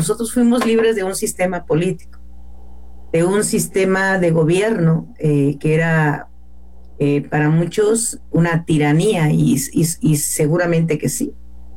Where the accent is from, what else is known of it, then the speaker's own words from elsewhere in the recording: Mexico; nuestra nación de México